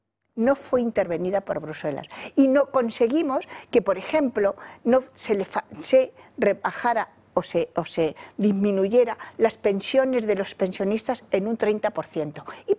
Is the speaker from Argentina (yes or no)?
no; Spain; me siento orgullosa de ser española